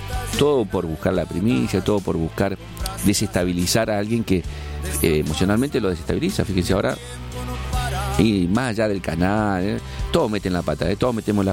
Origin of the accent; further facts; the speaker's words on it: Argentina; lo que somos un poco también como argentinos